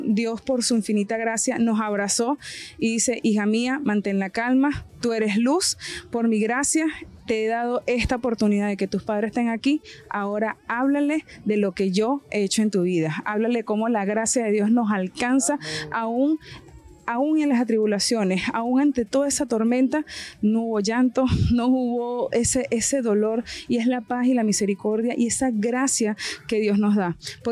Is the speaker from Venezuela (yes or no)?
yes; Venezuela; moved away as an adult; now in Panama; Soy de Venezuela, ya 9 años residenciada acá en Panamá